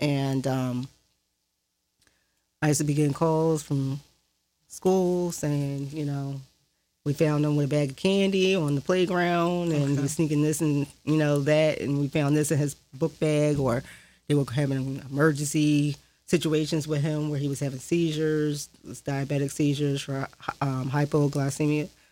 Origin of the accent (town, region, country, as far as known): Philadelphia, Pennsylvania, United States; born there